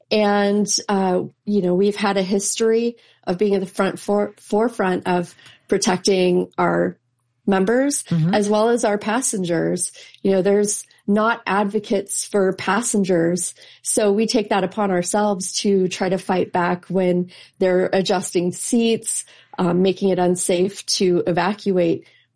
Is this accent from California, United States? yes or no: no; Arizona, United States